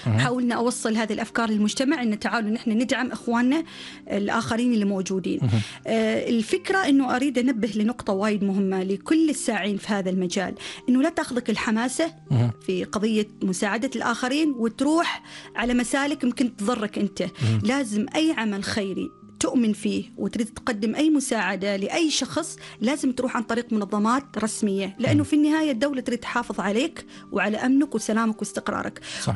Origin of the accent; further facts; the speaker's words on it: Oman; إحنا بحكم أنه كعمانيين أصلاً عندنا كثير من الصفات والقيم